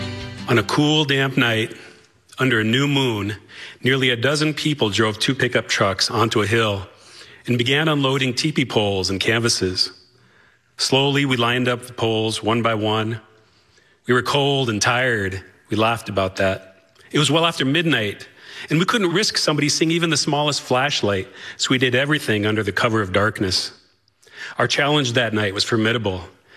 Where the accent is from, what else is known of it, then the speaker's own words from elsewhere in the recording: South Dakota, United States; now in Lincoln, Nebraska, United States; I grew up in South Dakota. I live now in Lincoln.